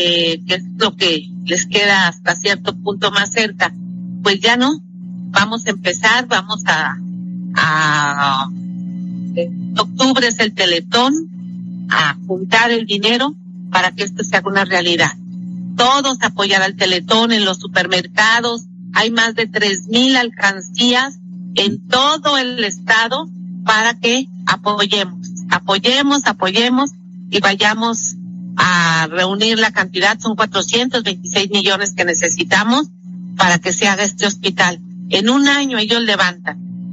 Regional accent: Coatzacoalcos, Veracruz, Mexico; moved away; Estaré en Coatzacoalcos, voy en camino allá a mi tierra

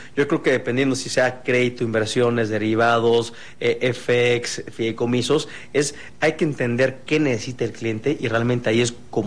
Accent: Mexico; cómo es nuestra cultura como mexicanos

